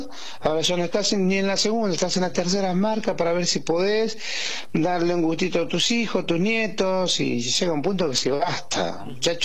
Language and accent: Spanish; Argentina; ojalá que como argentino este país salga adelante.